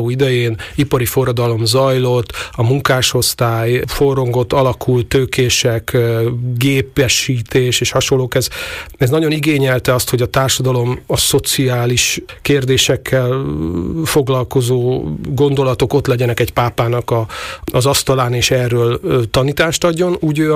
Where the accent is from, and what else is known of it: Hungary